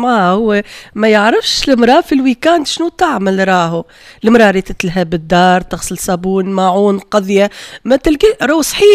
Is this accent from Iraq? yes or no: no; Tunisia; عندنا في تونس عندنا لي بيكنيك في الطبيعة.